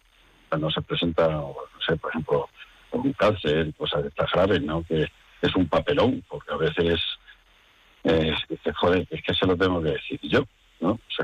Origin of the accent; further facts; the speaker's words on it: Extremadura, Spain; extremeño porque me ha gustado y quiero mucho también a mi pueblo